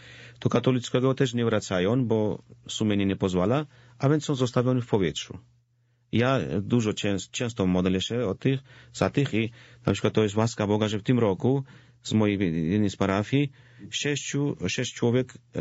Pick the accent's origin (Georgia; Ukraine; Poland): Georgia; teraz pracuję i z proboszczem w swojej wiosce rodzinnej.